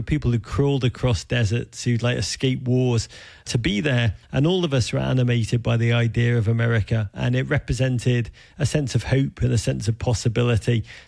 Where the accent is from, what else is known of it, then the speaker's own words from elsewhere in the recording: Liverpool, North West England, United Kingdom; You know, I grew up in Liverpool. The time when the economy was terrible in Britain and the North was ravaged post-industrially.